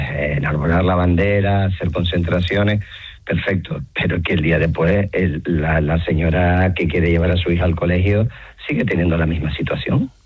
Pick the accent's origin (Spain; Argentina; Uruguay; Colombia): Spain; Canary Islands; yo no soy ceutí, soy canario